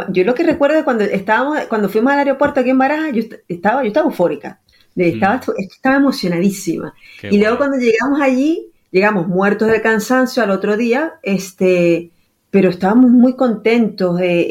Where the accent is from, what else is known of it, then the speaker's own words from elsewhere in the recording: Venezuela; now in Spain; Yo soy de Venezuela, lo que pasa es que llevo muchos años aquí en España